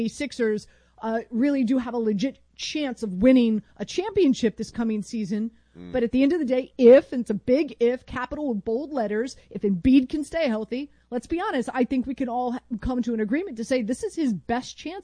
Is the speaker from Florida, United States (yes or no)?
yes; Miami, Florida, United States; but I'm from the 305. I'm from Miami and covered that team. I was not in Miami. I left Miami the second year Shaq was there.